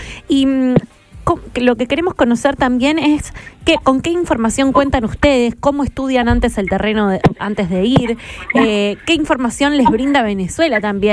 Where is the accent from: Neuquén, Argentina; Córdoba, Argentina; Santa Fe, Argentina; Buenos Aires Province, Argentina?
Santa Fe, Argentina; Rosario; es para nosotros como rosarinos un orgullo que ustedes formen parte de esta cruzada internacional